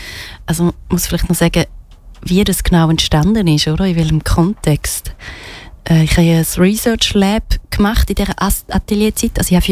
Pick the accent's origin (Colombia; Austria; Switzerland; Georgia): Switzerland; born there; ich bin in der Schweiz geboren, Schweizer Pass, Schweizer Ausbildung und alles da genossen und habe sehr viele Privilegien.